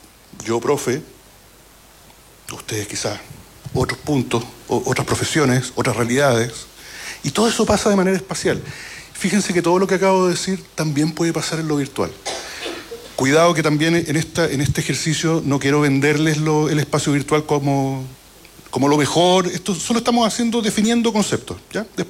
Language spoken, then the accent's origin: Spanish; Santiago, Santiago Metropolitan Region, Chile; moved away; also born or lived in Curicó; Yo no soy de Curicó, soy santiaguino.